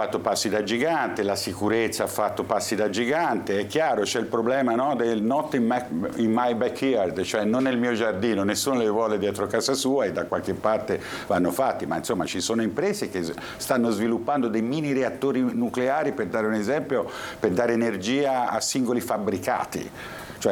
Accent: Pisa, Tuscany, Italy; now in Genoa, Italy; sono pisano.

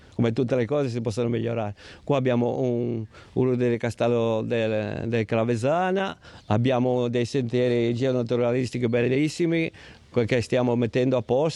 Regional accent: Aquila d'Arroscia, Liguria, Italy; Poi il mio paese, io sono di Aquile da Roscia e questo mi fa un grande piacere.

